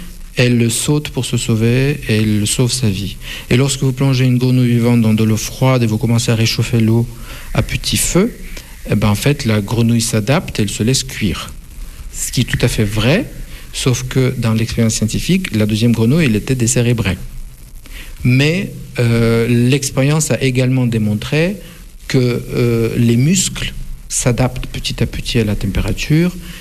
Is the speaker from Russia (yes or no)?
yes; Russia; moved away; la mémoire de ma jeunesse et la mémoire de la Russie de ma jeunesse